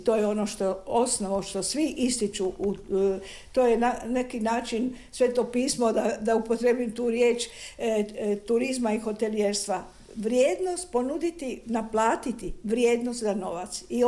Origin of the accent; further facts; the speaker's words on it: Split-Dalmatia County, Croatia; born there; now in Zagreb, Croatia; ja koja sam rođena na Braču, ali sam došla davno što je sreću u Zagreb